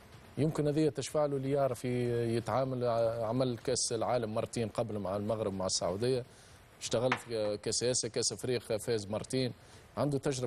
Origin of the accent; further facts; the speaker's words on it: Tunisia; وأنا شخصيا كتونسي